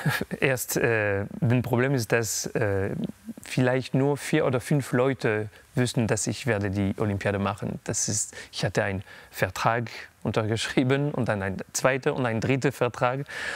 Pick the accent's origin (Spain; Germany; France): France; Paris, Île-de-France; born there; German is a second language; Ich bin in Paris geboren, ein paar Kilometer von der Stadt de France.